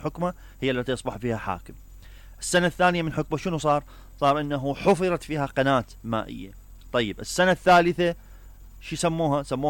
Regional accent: Iraq; عندنا بالعراق

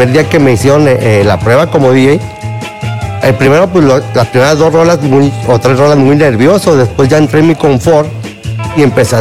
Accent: Mexico City, Mexico; now in Ensenada, Mexico; yo soy de la Ciudad de México.

